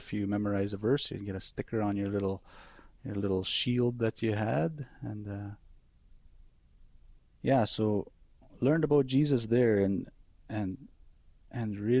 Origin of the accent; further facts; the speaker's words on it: Kenora, Ontario, Canada; I'm from Kenora, Ontario. That's northwestern Ontario. I come from an Ojibwe reserve. The reserve name used to be Washagamis Bay and is now called Oboshkondagong. I grew up right by the lake